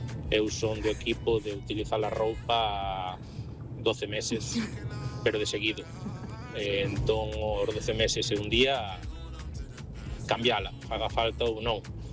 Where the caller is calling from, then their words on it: A Coruña, Galicia, Spain; Hola, boa tarde … da Coruña.